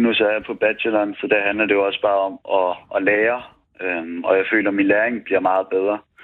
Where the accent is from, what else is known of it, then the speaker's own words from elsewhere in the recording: Capital Region of Denmark, Denmark; accent: Zealand; now in Tingbjerg, Copenhagen, Denmark; jeg ringer fra Tingbjerg. Jeg er vokset op i Rudersdal Kommune